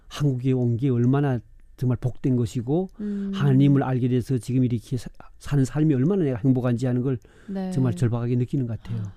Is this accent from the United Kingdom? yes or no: no; North Korea; now in South Korea; 그러다가 제가 말씨가 이상하니까 북한에서 왔다니까 그 다음에 너무 또 이제 반가워가지고